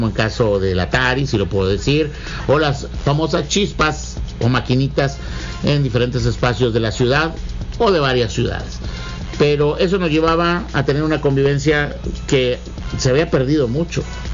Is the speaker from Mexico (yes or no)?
yes; Mexico